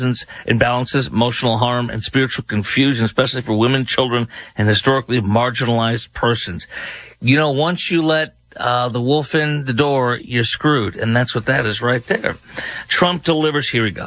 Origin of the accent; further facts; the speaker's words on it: Texas, United States; I'm a Texan. I live in Dallas-Fort Worth.